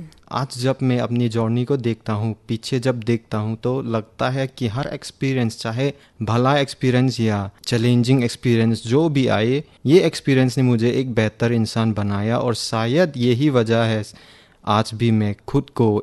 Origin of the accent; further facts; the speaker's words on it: Haflong, Assam, India; और मैं यही हाफलोंग महादेवतीला शहर का हूँ।